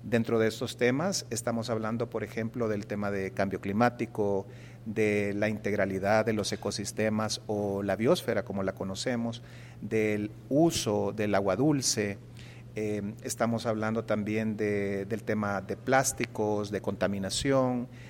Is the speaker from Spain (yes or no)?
no; El Salvador; qué podemos hacer como salvadoreños